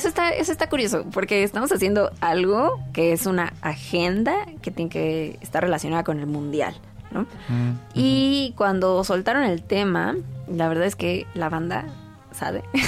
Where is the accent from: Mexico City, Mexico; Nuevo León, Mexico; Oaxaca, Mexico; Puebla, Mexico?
Mexico City, Mexico; Porque soy de CU.